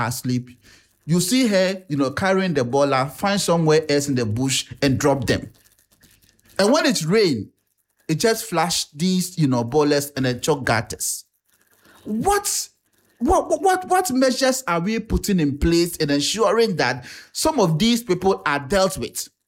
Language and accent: English; Ghana; our attitude as Ghanaians